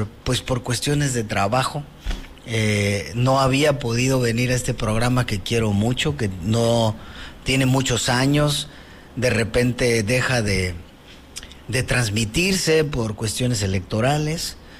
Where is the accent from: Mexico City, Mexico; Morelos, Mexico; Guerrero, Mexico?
Guerrero, Mexico; Acapulco; para los que somos de aquí de Acapulco